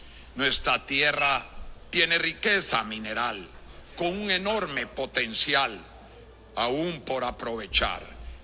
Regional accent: Honduras

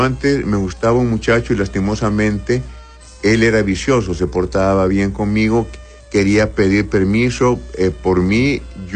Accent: Honduras

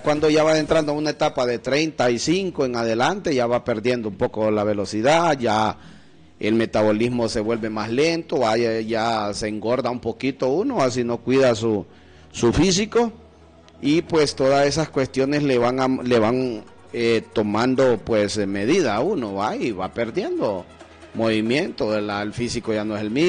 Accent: Honduras

